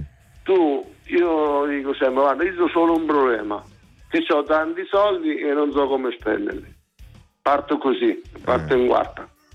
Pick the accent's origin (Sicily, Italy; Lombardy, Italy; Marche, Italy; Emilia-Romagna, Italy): Marche, Italy; Macerata; Io infatti dico a tutti che sono di Civitanova Marche, perché Macerata proprio tende a esaltare il dialetto maceratese.